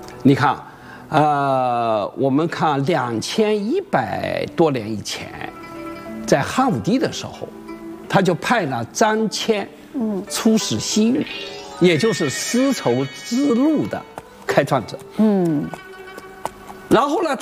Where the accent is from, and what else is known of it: China